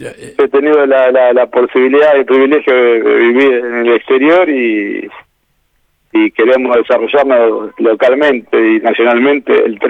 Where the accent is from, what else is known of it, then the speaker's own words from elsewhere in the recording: Cabildo, Buenos Aires Province, Argentina; now in Bahía Blanca, Argentina; soy oriundo de Cabildo. Mis padres viven allá. Yo vivo acá en Bahía Blanca